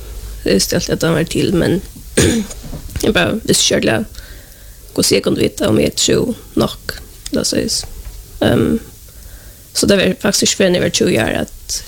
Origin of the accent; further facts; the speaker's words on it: Klaksvík, Faroe Islands; jeg fra Klaksvik.